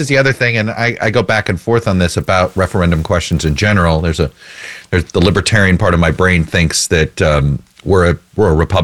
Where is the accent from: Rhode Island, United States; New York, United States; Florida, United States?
Florida, United States; you want to talk about the in my home state of Florida, the question wordings are so long